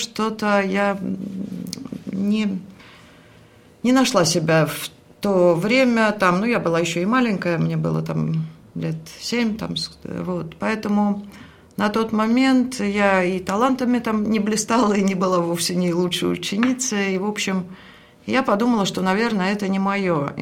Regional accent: Oryol, Oryol Oblast, Russia; Я родилась и живу в Орле все время.

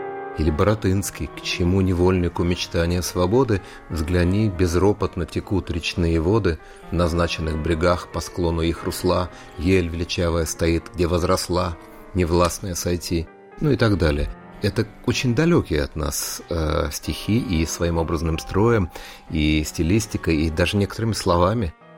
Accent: Kamchatka Krai, Russia; born there; Отец военный врач, поэтому мы кочевали по всему Союзу. Я родился на Камчатке, мой брат в Баку.

